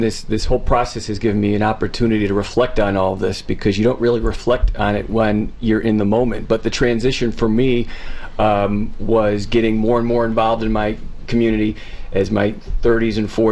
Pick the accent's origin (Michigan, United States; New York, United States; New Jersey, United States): New York, United States; Clarence; I grew up in Clarence, went through the high school there, live in Clarence now with my wife and our two sons